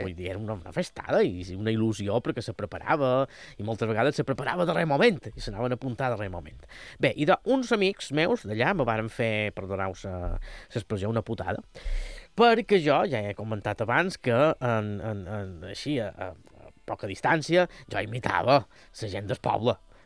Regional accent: Banyabufar, Balearic Islands, Spain; El meu poble, Banyabufar, som un poquet més originals, no fem karaokes, sinó que fem la nit de varietés.

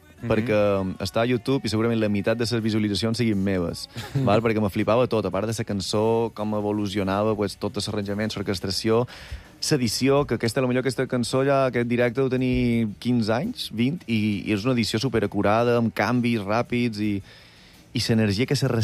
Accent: Balearic Islands, Spain; i jo li vaig dir, jo som mallorquí, eh?

